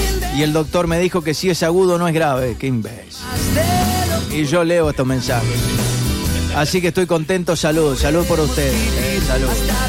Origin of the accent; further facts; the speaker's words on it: San Rafael, Mendoza, Argentina; Yo vengo de San Rafael, ya tengo 6 mudanzas, es la primera mudanza acá en Alvear.